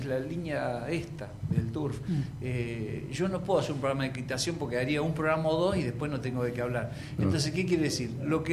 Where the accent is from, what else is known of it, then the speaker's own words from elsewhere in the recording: Luis Beltrán, Río Negro, Argentina; born there; also born or lived in Choele Choel; Entonces, en Beltrán no había para tener familia las mujeres. Entonces, teníamos que ir a Chuele.